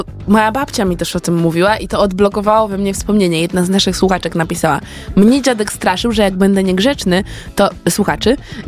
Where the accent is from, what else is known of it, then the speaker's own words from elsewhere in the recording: Warsaw, Masovian Voivodeship, Poland; Bo jestem z Żoliborza całe życie.